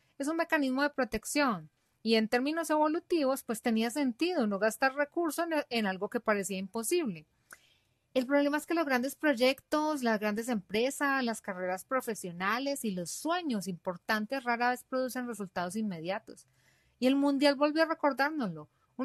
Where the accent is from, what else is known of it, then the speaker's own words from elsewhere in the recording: Colombia; yo sé que soy colombiana